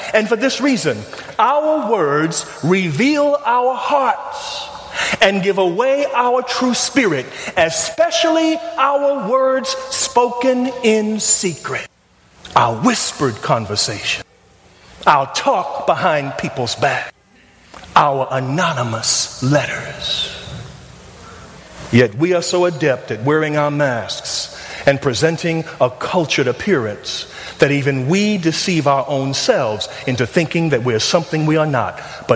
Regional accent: New York City, New York, United States; When I was growing up in Bedford-Stuyvesant

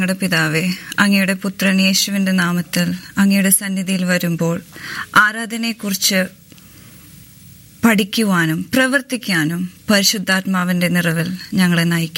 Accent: Kerala, India; first language Malayalam; That's my mother tongue. It's called Malayalam.

